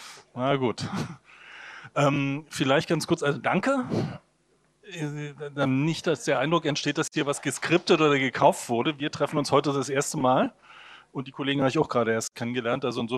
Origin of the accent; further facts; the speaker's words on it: East Germany, Germany; ich fühle mich als Ossi schon wieder unterdrückt.